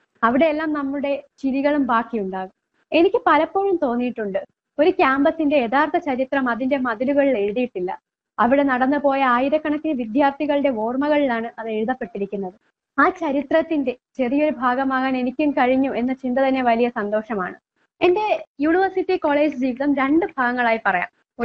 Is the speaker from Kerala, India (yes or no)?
yes; Varkala, Kerala, India; ഞാൻ വർക്കല സ്വദേശിനിയാണ്.